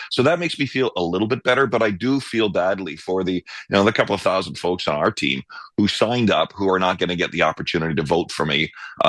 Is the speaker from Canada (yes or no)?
yes; Canada; I am a big believer in a united Canada. I'm a Canadian first.